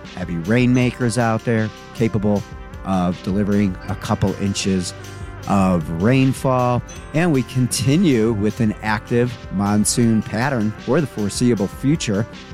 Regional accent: Canada; with the weekend weather outlook

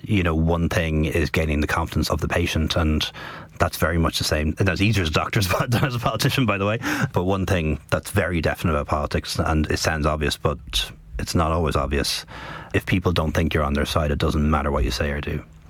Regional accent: Dublin, Leinster, Ireland; born or raised there

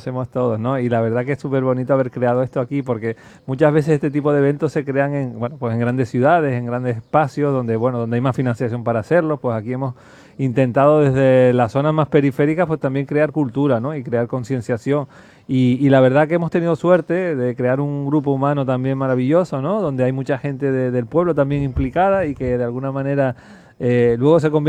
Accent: Canary Islands, Spain; sobre todo en un territorio como el nuestro, como Canarias, donde hay una fragilidad muy, muy evidente entre la naturaleza y nosotros y nuestro modo de vida, ¿no?

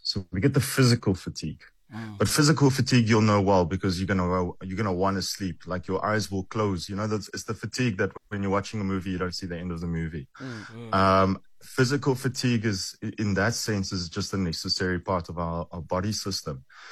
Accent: South Africa; I have the huge privilege of being a South African psychologist.

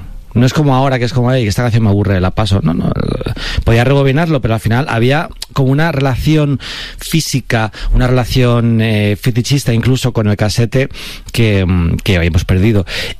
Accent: Alcorcón, Community of Madrid, Spain; cuando decían, ¿tú de dónde eres? Yo decía, Alcorcón, la gente era como... ¿Sabes? En plan, como que les parecía gracioso ser de Alcorcón.

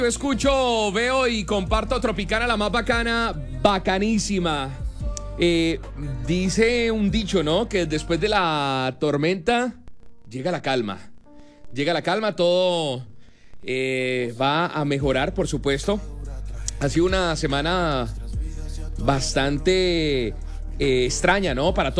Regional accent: Colombia; como buenos guerreros, como buenos colombianos.

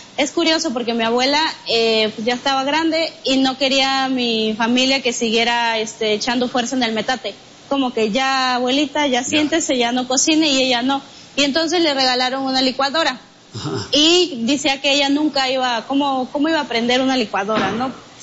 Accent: San Mateo Yucutindó, Oaxaca, Mexico; Pues a ver cuándo se animan a ir a mi pueblo.

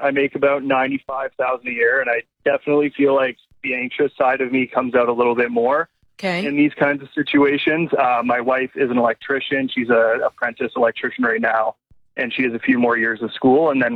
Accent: Ottawa, Ontario, Canada; I grew up in Ottawa. My parents don't live there anymore. They've moved. They live on the East Coast of Canada.

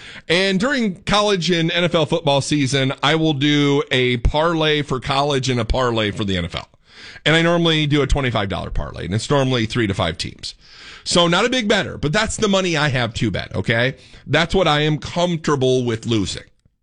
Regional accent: United States; I'm overly American. I mean, I'm probably the most patriotic person you'll ever meet.

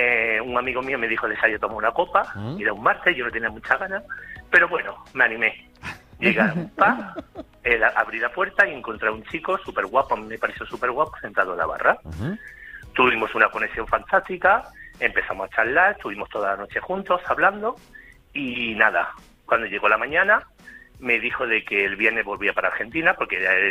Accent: Andalusia, Spain; y yo soy de Andalucía.

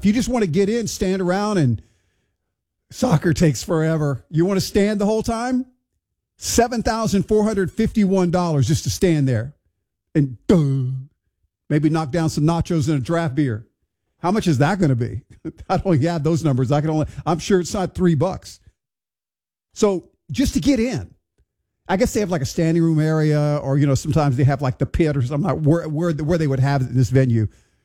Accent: Houston, Texas, United States; some of the matches in my hometown of Houston.

